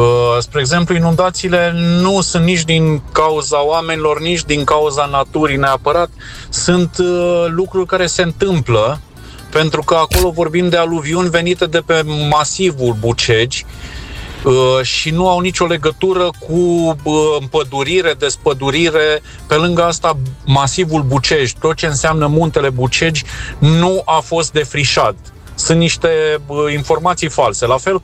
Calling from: Bran, Brașov County, Romania; din Bran.

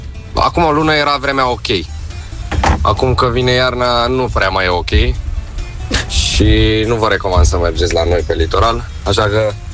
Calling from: Brașov, Brașov County, Romania; Sunt doar din Brașov

